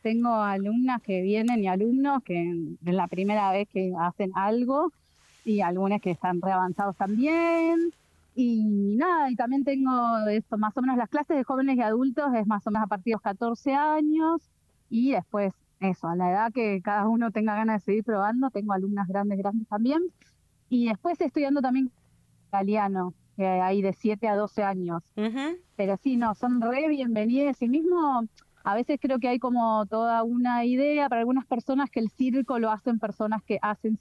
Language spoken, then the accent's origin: Spanish; Buenos Aires Province, Argentina; born there; moved away as an adult; now in Comarca Andina, Argentina; Sí, yo nací en Buenos Aires, en provincia de Buenos Aires. Vivo en la comarca acá hace 7 años